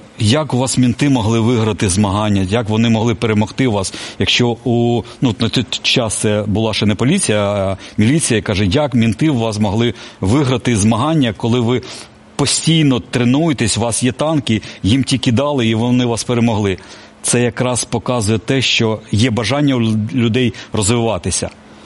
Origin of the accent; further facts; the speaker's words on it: Kyiv, Ukraine; я сам киянин